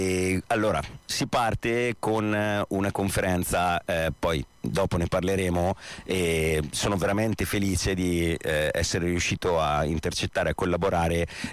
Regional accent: Lombardy, Italy

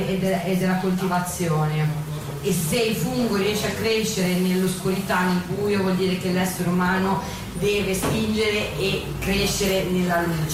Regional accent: Palestine; Io vengo dalla Palestina

